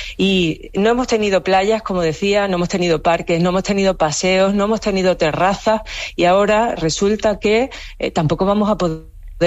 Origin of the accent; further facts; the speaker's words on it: Ceuta, Spain; yo como española, como ceutí, como europea